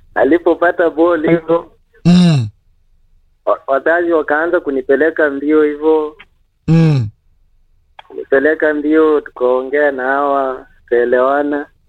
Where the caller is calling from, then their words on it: Kenya; natoka Chemchem.